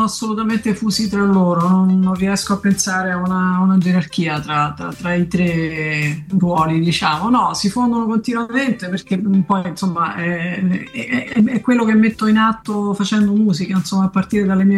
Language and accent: Italian; Calabria, Italy; now in Rome, Italy; non sono romana, appunto, sono di adozione, sono calabrese in realtà.